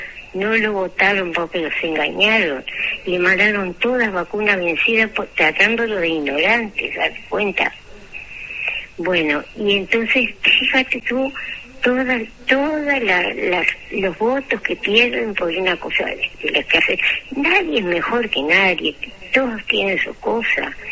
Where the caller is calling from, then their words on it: Rocha, Uruguay; Yo tengo familiares, yo soy de Rocha, tengo familia en todo Cebollatí.